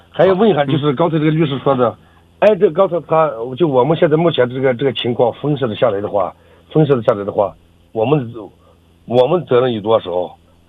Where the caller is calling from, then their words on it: Aksu, Xinjiang, China; 我们是阿克苏，新疆阿克苏市的